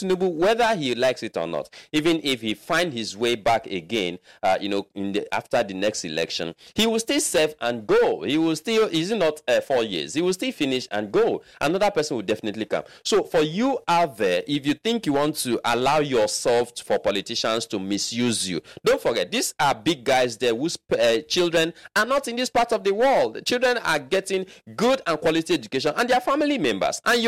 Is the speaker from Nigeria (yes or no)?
yes; Nigeria